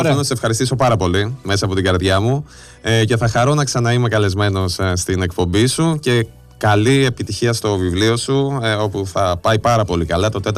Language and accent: Greek; Greece; είμαστε Έλληνες